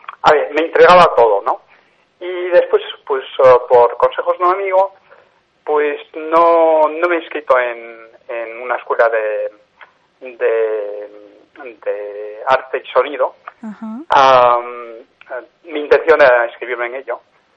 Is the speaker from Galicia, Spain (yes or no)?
yes; Galicia, Spain; first language Galician; Spanish is a second language; El gallego es mi lengua materna y yo he crecido con el gallego. Uh-huh. A pesar de estar lejos, fue siempre mi lengua principal.